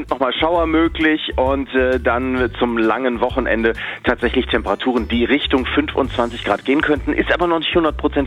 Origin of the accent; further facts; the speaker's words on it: Leverkusen, North Rhine-Westphalia, Germany; born there; ich bin ja in Leverkusen geboren, Autokennzeichen Lev